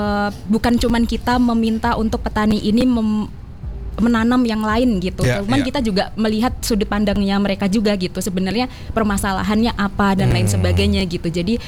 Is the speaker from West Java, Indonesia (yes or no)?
no; Tulungagung, East Java, Indonesia; Dulu kalau saya kecil, ini agak cerita sedikit. Saya dari Tulungagung di Jawa Timur.